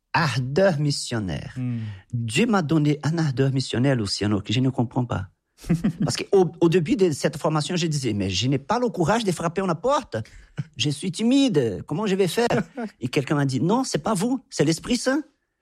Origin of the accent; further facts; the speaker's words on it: Anápolis, Goiás, Brazil; French is a second language; j'ai retourné chez moi à Goiás, à Anápolis, j'ai commencé à prier.